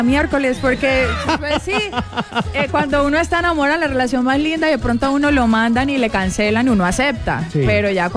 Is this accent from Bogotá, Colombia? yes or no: no; Sincelejo, Sucre, Colombia; also born or lived in Ibagué; A ver, es que yo nací en el Tolima, o sea, okay. Pero a los 20 días, o sea, no había pasado el mes... Ya me llevaron para Cincelejo.